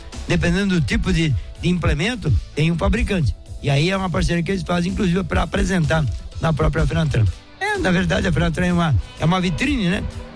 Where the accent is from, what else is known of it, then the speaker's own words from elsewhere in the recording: Espírito Santo, Brazil; Trucão, sou aqui do Espírito Santo, da João de Vitória, e eu queria saber se eu quiser comprar, por exemplo, um caminhão na concessionária